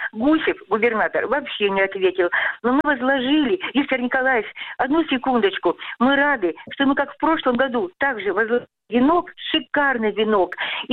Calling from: Voronezh, Voronezh Oblast, Russia

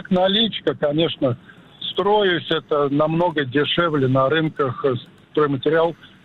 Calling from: Gorki Leninskiye, Moscow Oblast, Russia

